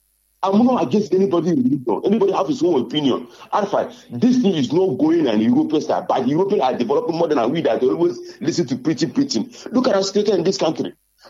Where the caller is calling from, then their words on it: Ghana; I'm speaking as a Ghanaian.